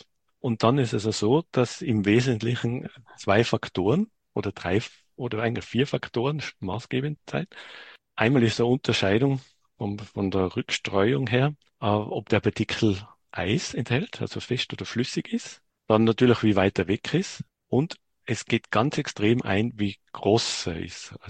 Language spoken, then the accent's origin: German; Bavaria, Germany; Jawohl, ja, ich bin aus Bayern.